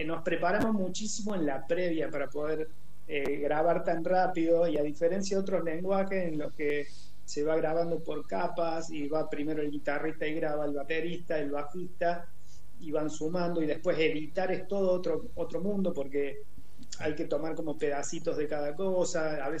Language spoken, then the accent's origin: Spanish; Córdoba, Argentina; yo soy de Córdoba.